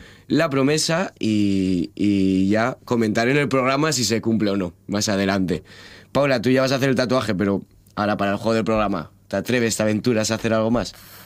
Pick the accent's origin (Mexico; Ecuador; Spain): Spain; Quedan 4 años, porque así somos los españoles.